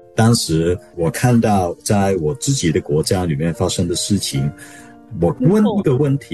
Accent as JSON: {"language": "Chinese", "country": "Hong Kong", "tie": "born or raised there", "said": "我是在香港长大的基督徒，在香港有宗教的自由，我可以去教会很自由的。"}